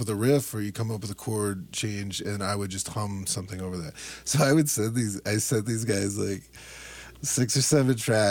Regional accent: Park Rapids, Minnesota, United States; moved away; Park Rapids, Minnesota.

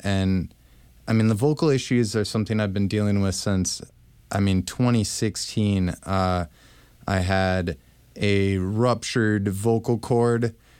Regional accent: St. Paul, Minnesota, United States; moved away as an adult; also born or lived in Oakdale, Minnesota / New York / California; I grew up in East St. Paul, And then I moved to Oakdale when I was a bit older

